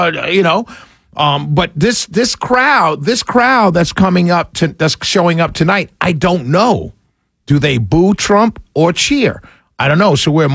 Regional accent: New York City, New York, United States; I'm a New Yorker, born and bred.

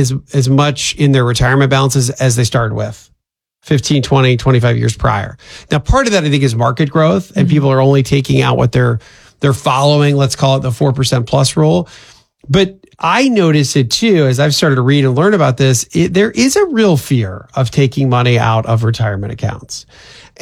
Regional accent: Pennsylvania, United States; I'm from Pennsylvania

